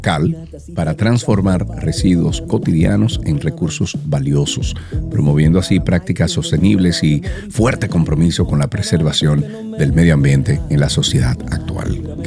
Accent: Colombia; yo soy colombiano, sí, correcto, parce.

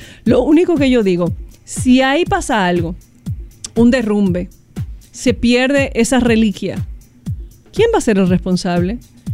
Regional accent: Dominican Republic; como somos nosotros los dominicanos.

